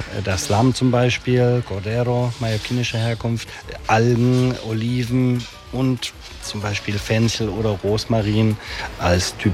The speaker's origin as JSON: {"language": "German", "town": "Bautzen", "region": "Saxony", "country": "Germany", "moved": "as an adult", "said": "Ich komme aus der Nähe von Dresden, aus Bautzen. Hab dann die Chance gehabt mit dem Mauerfall. In München Hotel, Fachschule gemacht"}